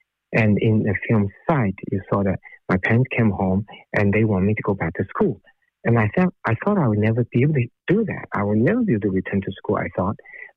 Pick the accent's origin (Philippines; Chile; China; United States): China; moved away; I grew up in China during the period called Cultural Revolution.